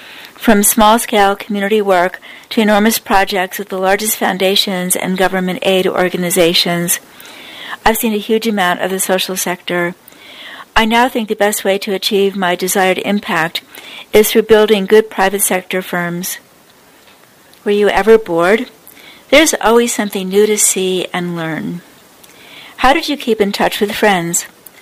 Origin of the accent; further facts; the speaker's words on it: Indiana, United States; also born or lived in 15 countries; Growing up in Indiana, we often had tornado warnings where the sky would turn green and pink, followed by epic storms.